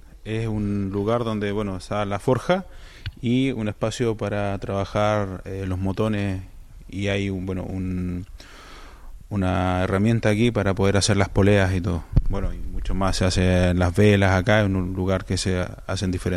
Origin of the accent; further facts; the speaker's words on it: Calbuco, Los Lagos, Chile; moved away as an adult; now in Spain; Sí, yo soy de Chile, de la décima región de los Lagos, en Calbuco, de ahí soy.